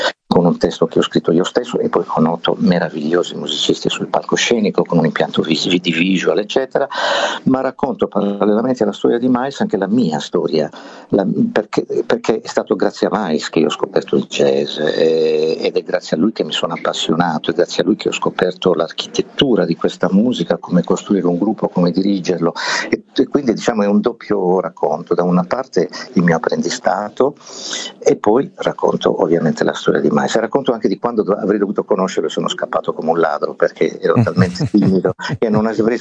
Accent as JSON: {"language": "Italian", "town": "Berchida", "region": "Sardinia", "country": "Italy", "tie": "born or raised there", "said": "la prima volta che sono uscito da Berchida, dal mio paese, per andare al paese vicino, so che fa ridere, ma erano altri tempi, il paese vicino era Monti, che stava a 15 km da Berchida"}